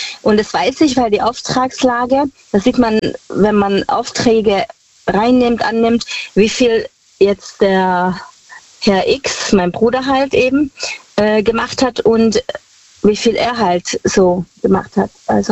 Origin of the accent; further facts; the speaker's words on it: Heidenheim an der Brenz, Baden-Württemberg, Germany; Aus Heidenheim an der Brenz.